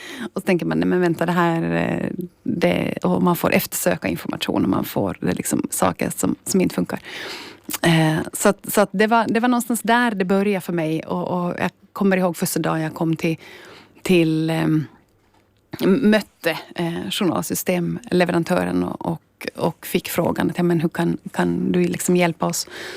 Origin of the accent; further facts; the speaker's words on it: Ostrobothnia, Finland; moved away as an adult; now in Stockholm, Sweden; Ja, jag är alltså från Österbotten ursprungligen, och har sedan bott i Stockholm mitt största del av mitt vuxna liv, men också jobbat i Finland och Sverige